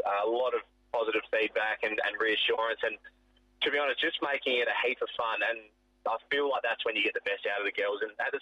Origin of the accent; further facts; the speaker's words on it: Northampton, Western Australia, Australia; As you'd imagine, we were a massive footy family growing up in Northampton. That's what you did.